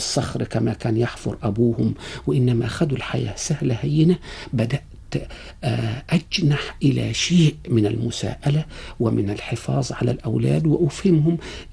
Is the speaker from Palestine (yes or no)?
no; Monufia Governorate, Egypt; نشأت في قرية فقيرة وبجوارها قرية غنية، وكنا في الوقت اللي هو قبل الإصلاح الزراعي. قريتنا نادر كان فيها عدد من الفلاحين، معظمهم ممن يستأجرون الأرض.